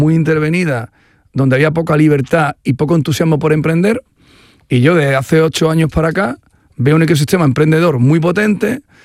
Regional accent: Andalusia, Spain; Y tampoco ni Málaga, ni Sevilla, ya somos andaluces.

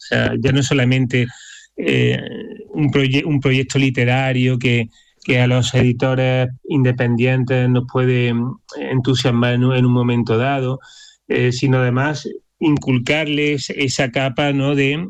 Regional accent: Córdoba, Andalusia, Spain; también soy de Córdoba

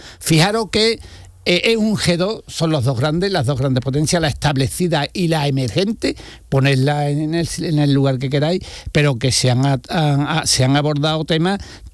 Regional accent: Andalusia, Spain; accent: Llanito; Yo tengo el acento llanito.

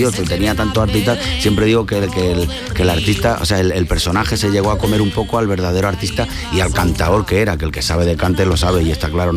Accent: Madrid, Community of Madrid, Spain

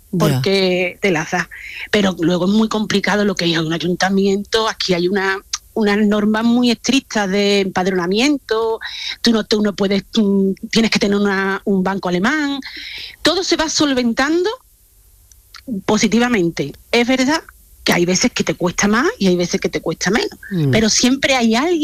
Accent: Seville, Andalusia, Spain; now in Germany; Yo soy de Sevilla.

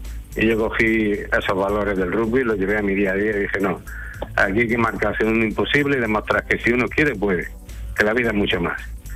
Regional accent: Granada, Andalusia, Spain; now in San Fernando, Spain; No, de Granada, pero Cañadilla de Adopción, como digo yo. Y vivo aquí en San Fernando.

